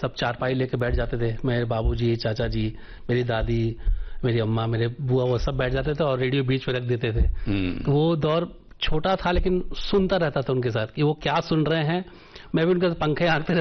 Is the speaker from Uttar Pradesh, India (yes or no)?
yes; Allahabad, Uttar Pradesh, India; moved away; मैं तो मतलब इलाहाबाद जहां पे गांव में पला बड़ा हूं